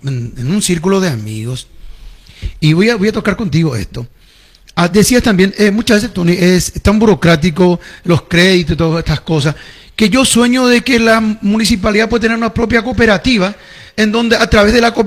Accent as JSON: {"language": "Spanish", "country": "Paraguay", "said": "por qué nosotros como paraguayos no trabajar y mirar un poco más allá"}